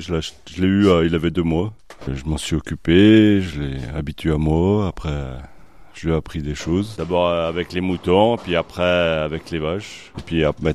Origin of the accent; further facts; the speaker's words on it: Périgneux, Auvergne-Rhône-Alpes, France; Oui, je suis originaire de Périgneux. Je suis né sur Périgneux. Mes parents avaient déjà une ferme que j'ai reprise en 2000.